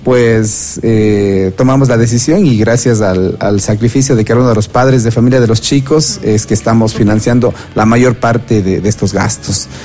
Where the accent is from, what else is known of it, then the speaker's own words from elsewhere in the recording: Sierra, Ecuador; Como hombres andinos que somos, vamos a llevar una representación grande de nuestra serranía ecuatoriana